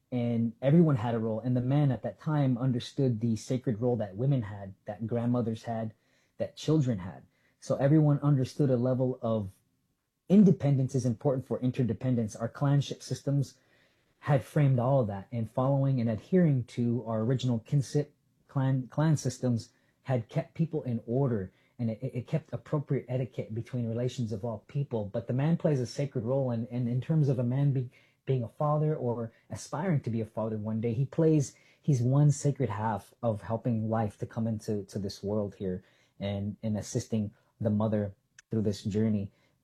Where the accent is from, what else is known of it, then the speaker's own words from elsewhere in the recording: Salt River, Arizona, United States; growing up in Salt River